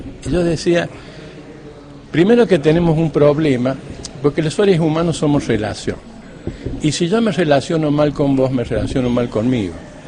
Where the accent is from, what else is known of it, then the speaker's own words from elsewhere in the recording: Argentina; el problema que tenemos como argentinos